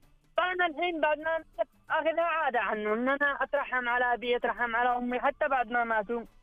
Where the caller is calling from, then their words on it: Riyadh, Riyadh Province, Saudi Arabia; كلمك من الرياض أخوي.